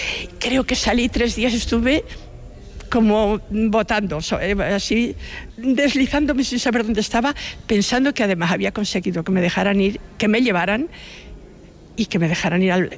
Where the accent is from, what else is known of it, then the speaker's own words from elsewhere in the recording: Trasmonte, Castile and León, Spain; Trasmonte. Es un pueblo pequeñito de la provincia de Zamora. A ver, casi insignificante, pero para mí es mi pueblo y es maravilloso.